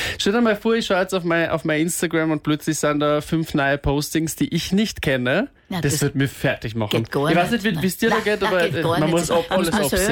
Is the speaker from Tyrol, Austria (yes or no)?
no; Gastein, Salzburg, Austria; Ich bin aus Gastein, aus Salzburger.